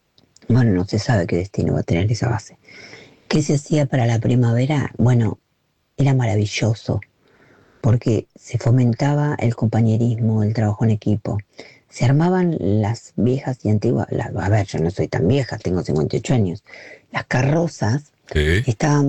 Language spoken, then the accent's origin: Spanish; Verónica, Buenos Aires Province, Argentina; now in Barcelona, Spain; yo me crié en un pueblo en Verónica, partido de Punta Indio actualmente